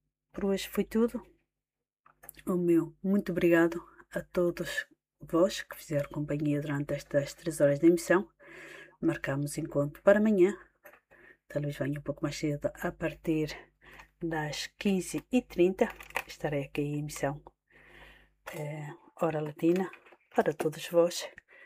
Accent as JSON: {"language": "Portuguese", "country": "Portugal", "said": "Somos portugueses."}